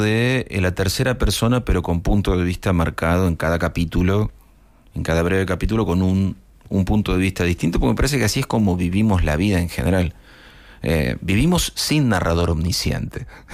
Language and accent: Spanish; Argentina; esto de las Malvinas están en todos lados en mi país. Hay plazas que se llaman Ma